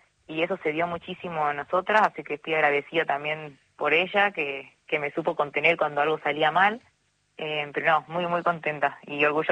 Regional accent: Salta, Argentina; Yo soy de Capital.

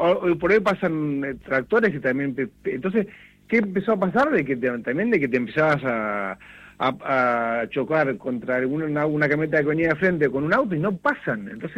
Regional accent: Junín, Buenos Aires Province, Argentina; Sí, bueno, yo por ejemplo, yo soy acá de Junín. Sí. Acá en Junín, dentro de todo, me ha pasado de cuando llueve, salís, sí, pero vas a Pergamino

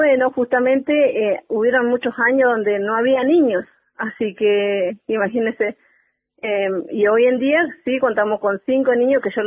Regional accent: Cerro Cóndor, Chubut, Argentina; yo soy de Cerro Cóndor, trabajo ahí

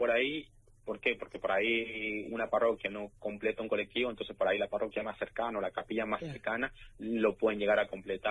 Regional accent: Argentina

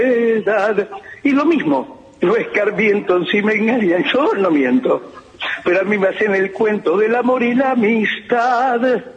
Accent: Buenos Aires, Argentina; Yo nací en Avellaneda 373, en el Sanatorio del Carmen, donde hoy hay un hotel.

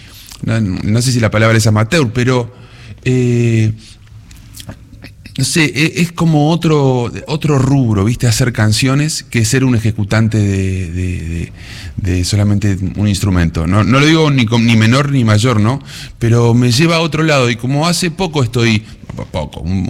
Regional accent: Cutral Có, Neuquén, Argentina; now in Buenos Aires, Argentina; Yo soy de Cutralcó, Neuquén. Muy folclórico. No soy un experto fundamentalista del folclore, pero sí tengo mucha raíz folclórica porque me crié en Las Peñas y anduve por todos lados ahí. Bueno, la cosa me trajo hasta Buenos Aires

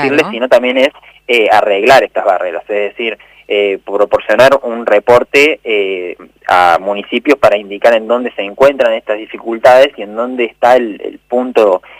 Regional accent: Córdoba, Argentina; como somos oriundos de Córdoba

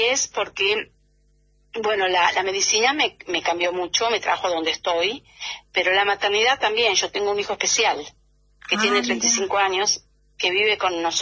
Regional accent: Trenque Lauquen, Buenos Aires Province, Argentina; Yo soy de Trenquelauquen, que en la provincia de Buenos Aires, y un pueblito más chiquito que se llama América, Rivadavia.

